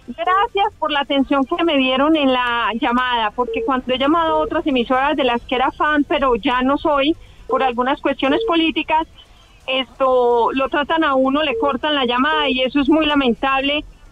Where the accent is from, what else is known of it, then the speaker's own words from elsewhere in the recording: Medellín, Antioquia, Colombia; me llamaron de Medellín, yo soy de Medellín, me llamaron a decirme